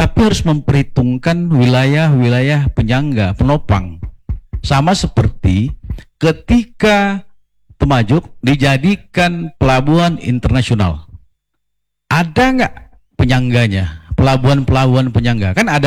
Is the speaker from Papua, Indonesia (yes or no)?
no; West Kalimantan, Indonesia; asli saya ini orang Sajingan.